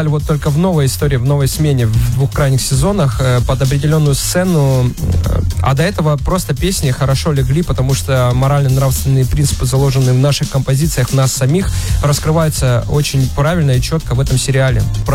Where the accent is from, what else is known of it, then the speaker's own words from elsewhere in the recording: Rostov-on-Don, Rostov Oblast, Russia; Я из Ростова-на-Дону